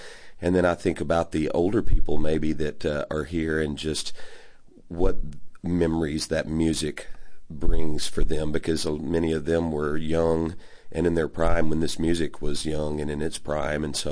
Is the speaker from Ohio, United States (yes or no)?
no; Texas, United States; I grew up in Texas, and I picked up the fiddle at about 11 years old.